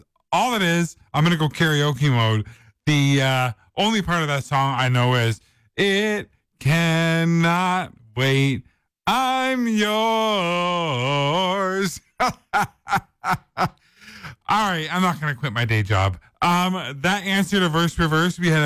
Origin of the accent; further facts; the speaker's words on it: Port McNicoll, Ontario, Canada; moved away; my hometown, Port McNichol